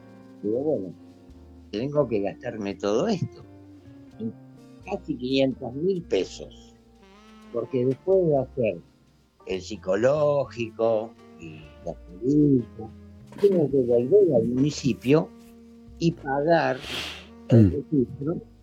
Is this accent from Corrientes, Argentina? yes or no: no; Quilmes, Buenos Aires Province, Argentina; mirá, yo soy de acá de Quilmes, decime dónde hago esto.